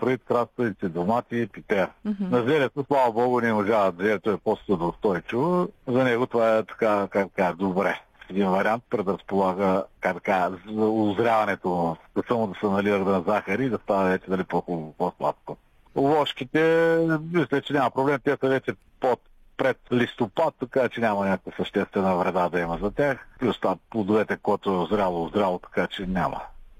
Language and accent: Bulgarian; Northeast Bulgaria, Bulgaria; аз поне съм от Северо-Източна България и там имам си хора